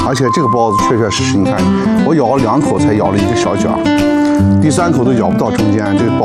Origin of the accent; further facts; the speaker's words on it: Xinjiang, China; 也是我们新疆人啊一种情怀和感受。